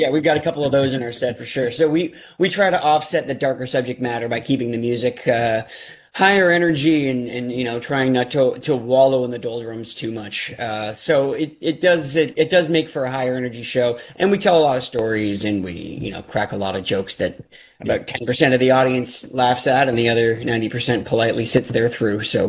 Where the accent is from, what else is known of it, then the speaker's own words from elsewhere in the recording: Ontario, Canada; now in United States; I'm originally from Canada, from outside of Toronto. And when I moved, when I first came down to Pennsylvania to hang out with Rose